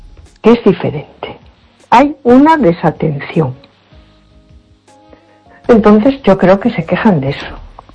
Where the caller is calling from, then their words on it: A Coruña, Galicia, Spain; Hola, buenas noches. … de Coruña.